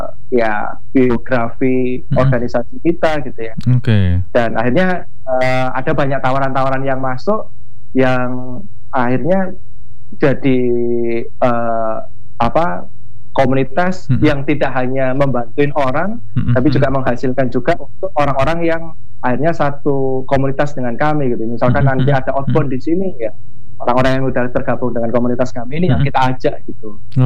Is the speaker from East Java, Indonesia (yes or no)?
yes; Pasuruan, East Java, Indonesia; saya kebetulan dulunya itu di Pasuruan, Mas Ili. Jadi teman-teman dari Pasuruan itu tanya-tanya gitu